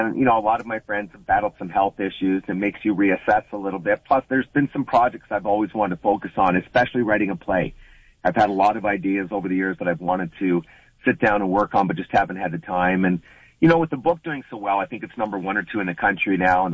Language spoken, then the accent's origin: English; Sarnia, Ontario, Canada; moved away as an adult; now in Kitchener, Canada; I grew up in Sarnia in the summers listening to CKLW and loving it. And I'm in Windsor a tremendous amount even now.